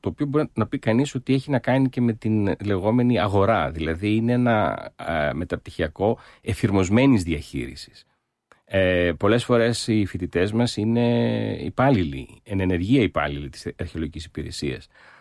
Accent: Myrina, North Aegean, Greece; στην ιδιαίτερη πατρίδα μου, στη Λίμνο, στη Μύρινα.

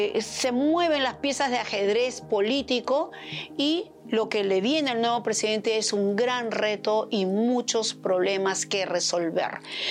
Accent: Peru; Todos somos peruanos

